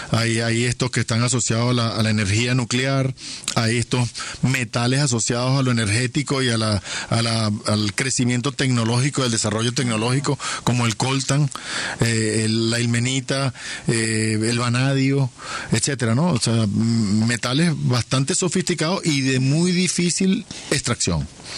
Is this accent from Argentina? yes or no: no; Venezuela; Como venezolanos debemos estar avergonzados